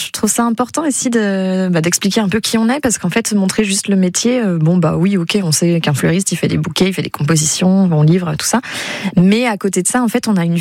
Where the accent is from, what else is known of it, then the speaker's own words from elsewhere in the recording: Grand Est, France; now in Dijon, France; je suis vosgienne, hein, je suis pas dijonnaise à la base. Je viens des Vosges.